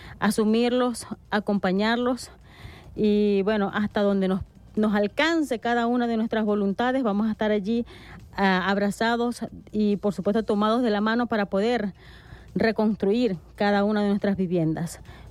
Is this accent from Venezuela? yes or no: yes; Venezuela; no solamente como venezolana, sino también como hermanos del pueblo guayú.